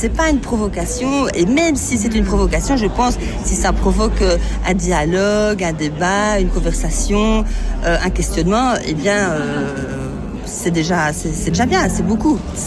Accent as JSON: {"language": "French", "country": "Luxembourg", "tie": "born or raised there", "moved": "as an adult", "lives_now": "Brussels, Belgium", "said": "je suis une artiste multidisciplinaire luxembourgeoise. Donc je suis née à Bruxelles, mais j'ai grandi au Grand-Duché de Luxembourg. J'ai pris la nationalité luxembourgeoise parce que j'étais scolarisée là-bas. Et après, je suis revenue en Belgique pour faire mes études"}